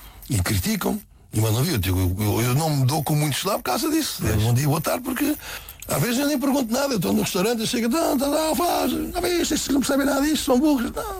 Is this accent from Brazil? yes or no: no; Portugal; Eu sou português, sou europeu. E se decidir ir para lá, tenho que aceitar muita coisa, porque é a cultura deles.